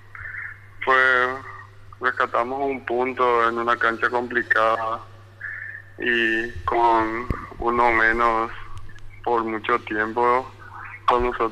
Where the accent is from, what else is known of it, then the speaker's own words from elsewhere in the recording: Villa Elisa, Central, Paraguay; Yo soy de Villa Elisa.